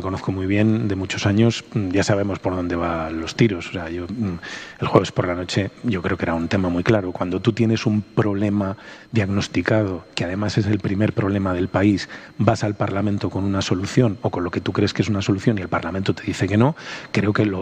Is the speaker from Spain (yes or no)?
yes; Valladolid, Castile and León, Spain; Pero yo soy de Valladolid